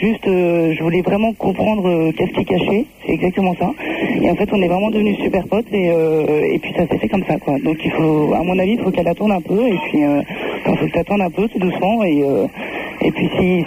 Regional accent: Paris, Île-de-France, France; Ouais, je suis de Paris.

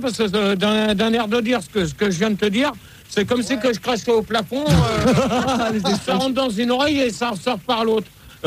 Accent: Marseille, Provence-Alpes-Côte d'Azur, France; Parce que moi, je suis Marseillais. Je supporte Marseille

